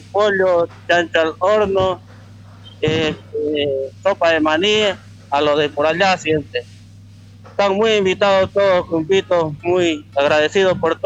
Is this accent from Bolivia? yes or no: yes; Pampa Grande, Santa Cruz, Bolivia; now in La Recta, Bolivia; Soy de Pampa Grande y vivo en La Recta.